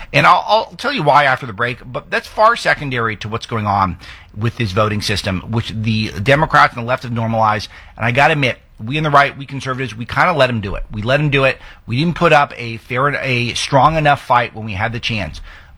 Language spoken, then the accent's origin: English; Los Angeles, California, United States; This was incredibly formative to me growing up, that I was struck growing up in Los Angeles